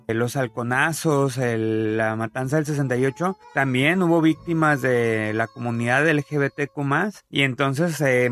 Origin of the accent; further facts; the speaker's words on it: Mexico; somos mexicanos, mexicanas, mexicanes, y queremos que haya este respeto irrestricto en todos los sentidos.